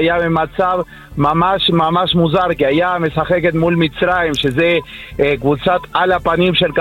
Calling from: Jerusalem, Jerusalem District, Israel; accent: Argentine; השתבח שמו, אני מירושלים.

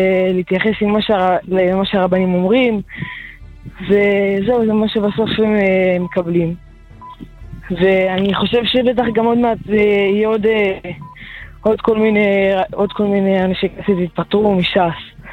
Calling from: Holon, Tel Aviv District, Israel

